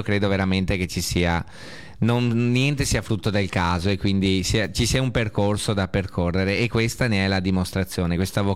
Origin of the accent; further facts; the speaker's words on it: Veneto, Italy; quest'anno siamo noi il Veneto